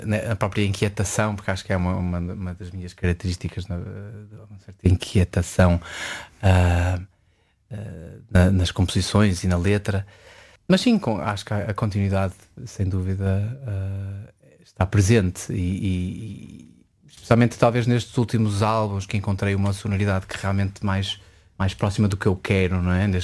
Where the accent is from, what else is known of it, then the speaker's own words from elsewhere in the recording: Porto, Norte, Portugal; also born or lived in Azores; a minha família, do lado da minha mãe, é dos Açores e eu nasci nos Açores e, ou seja, na realidade vivi quase a minha vida toda no Porto, em território nacional.